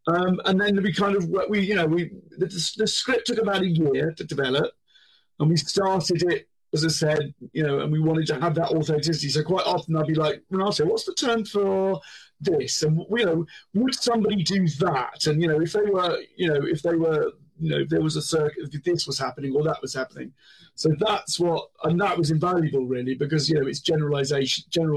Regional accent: Eastbourne, South East England, United Kingdom; We both, Renato and I, we're both from Eastbourne in East Sussex.

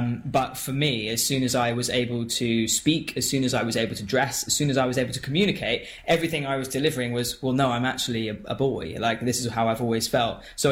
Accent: Newquay, South West England, United Kingdom; born there; moved away as an adult; now in London, United Kingdom; I was born in Newquay and I moved to London to make music probably about 13, 14 years ago.

